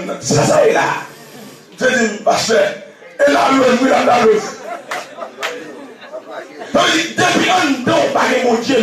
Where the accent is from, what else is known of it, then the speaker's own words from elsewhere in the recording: Cap-Haïtien, Nord, Haiti; Oui, je suis du Nord. Je suis capois.